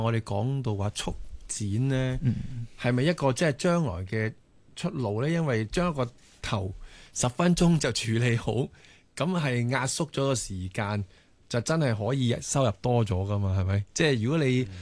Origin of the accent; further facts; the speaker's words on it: China; 即系又要配合翻我哋中国人嘅头型，